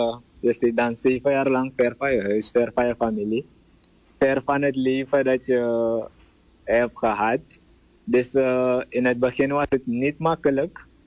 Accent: Suriname; moved away as an adult; now in Cuba

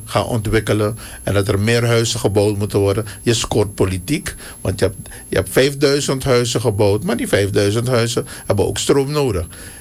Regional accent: Suriname; En daar zitten we allemaal als Surinamers in.

